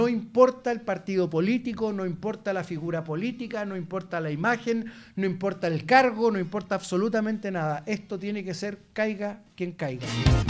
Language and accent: Spanish; Chile; todos quienes somos chilenos